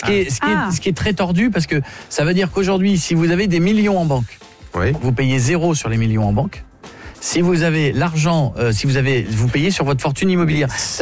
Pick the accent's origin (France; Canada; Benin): France; chez nous en France